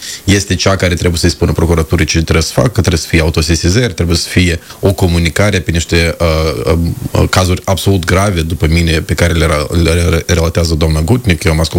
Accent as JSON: {"language": "Romanian", "region": "Chișinău", "country": "Moldova", "said": "din impozitele mele ca și chișinăuian"}